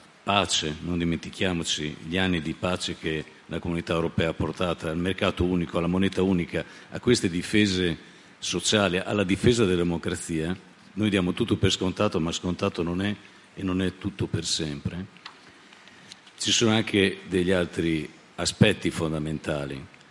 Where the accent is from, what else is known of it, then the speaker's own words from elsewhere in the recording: Emilia-Romagna, Italy; io vengo dall'Emilia Romagna